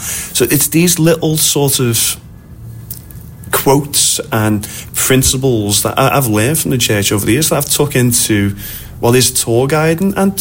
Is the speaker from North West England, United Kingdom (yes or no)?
yes; Liverpool, North West England, United Kingdom; I was brought up in the city that has the Beatles connected to it